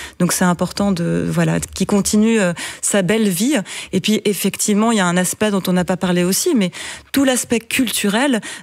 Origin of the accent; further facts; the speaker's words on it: France; accent: French; moved away as an adult; now in Brussels, Belgium; mon accent français.